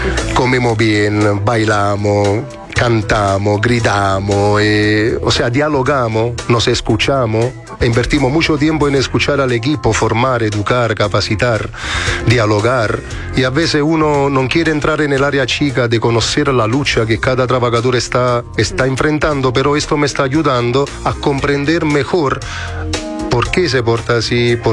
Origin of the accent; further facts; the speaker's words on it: Naples, Campania, Italy; now in Chile; vengo de Nápoles y ahí somos un poco trogloditas respecto a la tecnología. Aprendí en Chile la importancia de la red social.